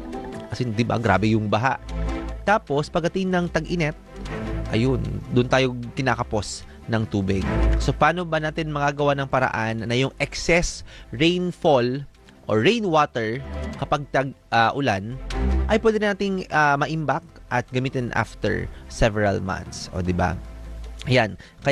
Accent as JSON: {"language": "Tagalog", "town": "Virac", "region": "Bicol Region", "country": "Philippines", "moved": "yes", "lives_now": "Metro Manila, Philippines", "said": "gayon din po sa amin sa Vera Catanduanes"}